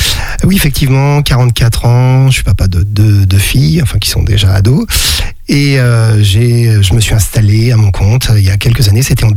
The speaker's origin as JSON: {"language": "French", "region": "Pays de la Loire", "country": "France", "tie": "born or raised there", "also_born_or_lived": "Challans / Notre-Dame-de-Monts", "said": "quand j'étais très jeune, j'étais sur la région chalandaise et puis après je me suis installé avec mes parents quand j'étais ado sur Notre-Dame."}